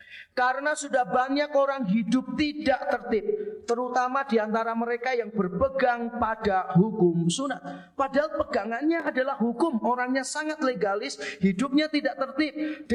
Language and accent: Indonesian; Java, Indonesia; born there; Kalau kita ditumbuhkan sebagai orang Jawa, dan saya sejak kecil tinggal sebagai satu-satunya keluarga Tionghoa di kampung yang Jawa, sehingga saya paling tahu budaya Jawa, budaya saya yang paling kental. Sebetulnya malah budaya Jawa, yang kedua baru budaya Tionghoa. Saya lebih bisa bahasa Jawa daripada bahasa Mandarin.